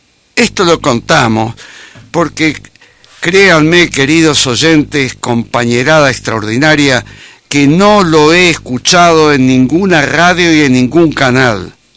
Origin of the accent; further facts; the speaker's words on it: Argentina; los que sentimos latir a nuestra Argentina